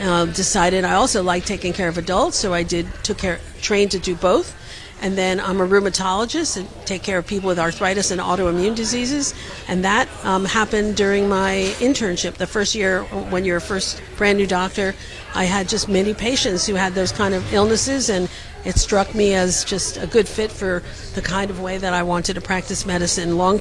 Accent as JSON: {"language": "English", "area": "Long Island", "region": "New York", "country": "United States", "tie": "born or raised there", "also_born_or_lived": "Brooklyn, New York / Buffalo, New York", "moved": "as an adult", "lives_now": "Albany, United States", "said": "I grew up on Long Island, so I'm really a New Yorker at heart. And made my way to Albany in 2018."}